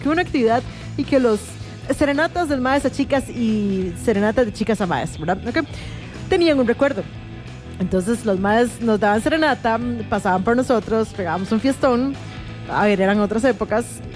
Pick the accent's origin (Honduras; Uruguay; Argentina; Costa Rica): Costa Rica; Cartago; born there; yo soy de Cartago